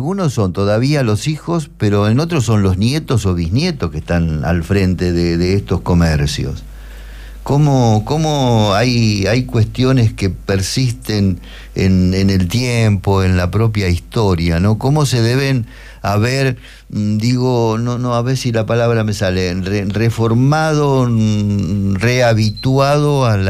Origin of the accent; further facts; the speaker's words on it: Capitán Bermúdez, Santa Fe, Argentina; me voy a mi pueblo, Capitán Bermúdez, especialmente cuando era pueblo, antes del año 71.